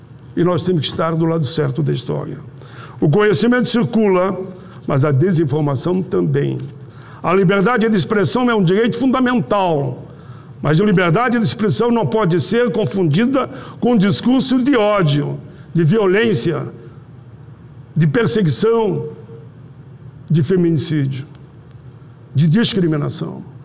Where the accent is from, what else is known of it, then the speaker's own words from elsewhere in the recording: Rio Grande do Sul, Brazil; eu, como gaúcho